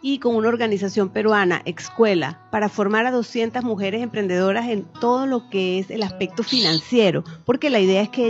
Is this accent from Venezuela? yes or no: yes; Venezuela; para nosotros como venezolanos